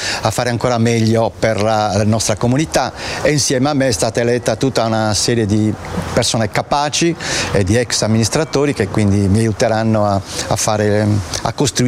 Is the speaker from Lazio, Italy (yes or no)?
no; Santa Giusta, Sardinia, Italy